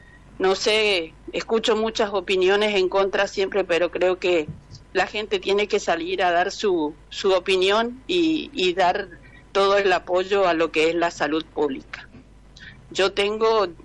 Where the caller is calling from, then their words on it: Barranqueras, Chaco, Argentina; soy de acá de Barranqueras